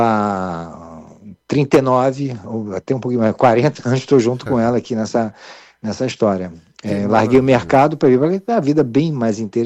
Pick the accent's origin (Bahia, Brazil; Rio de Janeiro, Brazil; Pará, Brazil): Rio de Janeiro, Brazil; Eu sou carioca da gema. Mas meu pai é alemão, minha mãe é carioca e pronto.